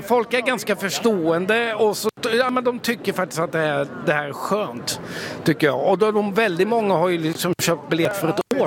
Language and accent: Swedish; Gothenburg, Västra Götaland County, Sweden; Men som göteborgare så kan jag säga så här. Man vet aldrig.